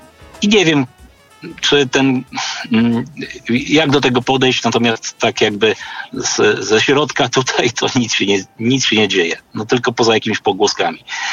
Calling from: Lublin, Lublin Voivodeship, Poland; z Lublina

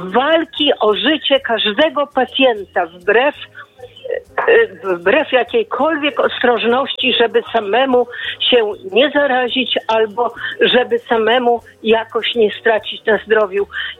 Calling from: Warsaw, Masovian Voivodeship, Poland; z Warszawy.

